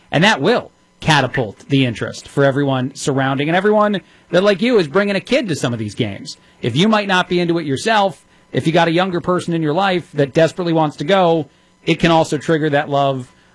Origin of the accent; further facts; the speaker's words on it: New Jersey, United States; I'm only 40, and I remember where I grew up in Jersey